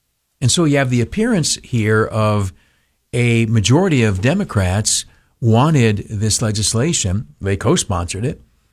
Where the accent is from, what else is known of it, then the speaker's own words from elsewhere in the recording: Canisteo, New York, United States; moved away; my hometown, Canastillo, New York, down the southern tier